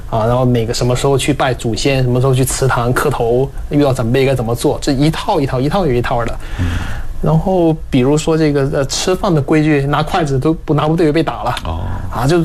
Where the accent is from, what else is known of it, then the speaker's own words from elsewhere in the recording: Chaozhou, Guangdong, China; moved away; 再回到潮州